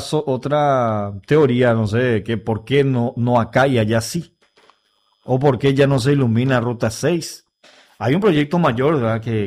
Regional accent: Paraguay; todos somos paraguayos, ¿verdad?

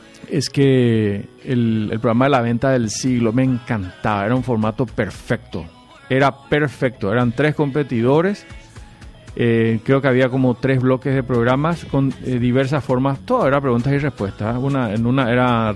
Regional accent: Paraguay; Como paraguayos que somos.

